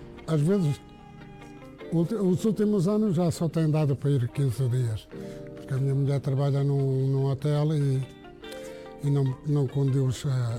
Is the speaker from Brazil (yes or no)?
no; Ribatejo, Portugal; now in Andorra; Também gosto de ir à minha terra.